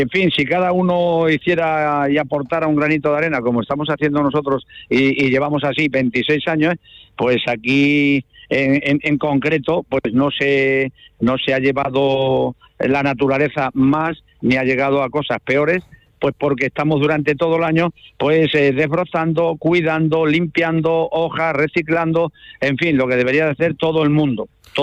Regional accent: Hinojosa, Spain; yo soy aquí nativo de Hinojosa

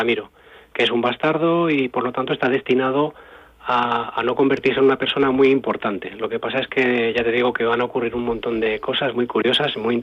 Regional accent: Aragon, Spain; como yo soy aragonés

